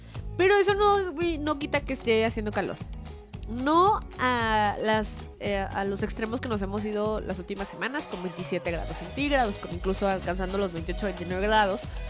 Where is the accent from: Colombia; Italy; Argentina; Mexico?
Mexico; porque mexicanos, soy mexicano, esa es mi bandera.